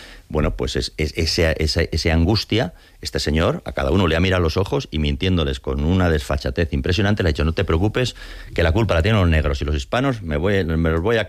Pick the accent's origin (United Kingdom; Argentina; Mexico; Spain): Spain; moved away as an adult; now in United States; soy más español que nunca, porque yo nunca me considero español.